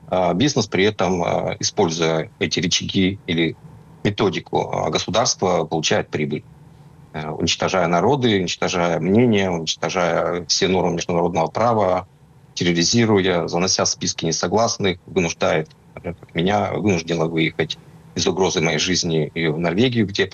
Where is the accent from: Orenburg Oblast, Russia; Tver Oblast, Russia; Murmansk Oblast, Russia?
Murmansk Oblast, Russia